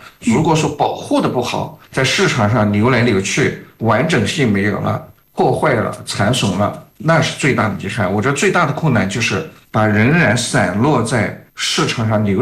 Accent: China; 我们作为侨乡人，我们作为中国人

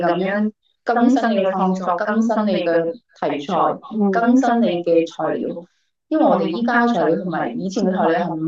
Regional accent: Guangdong, China; 佢就其实背后都系人哋，即系我哋广东人对富裕生活嘅呢啲心理。

